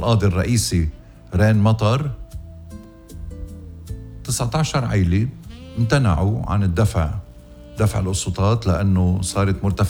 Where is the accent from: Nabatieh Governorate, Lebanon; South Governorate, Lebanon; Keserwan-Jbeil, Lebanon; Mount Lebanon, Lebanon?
Keserwan-Jbeil, Lebanon; Ghazir; بضيعتي الحلوة غزير